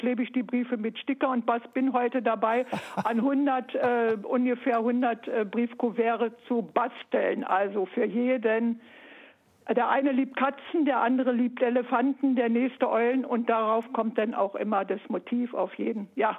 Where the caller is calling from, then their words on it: Berlin, Germany; Ich rufe aus Berlin an.